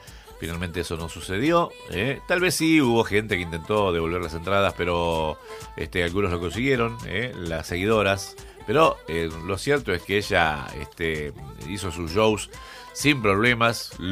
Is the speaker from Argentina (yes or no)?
yes; Argentina; ella sabe cómo somos los argentinos